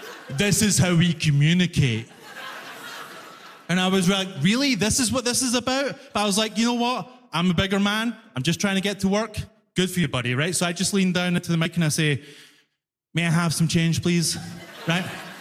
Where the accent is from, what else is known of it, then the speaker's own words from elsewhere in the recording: Glasgow, Scotland, United Kingdom; I'm from Glasgow, right? If you don't know, Glasgow is the knife crime capital of Europe. Every single Glaswegian person is a psychopath, including me.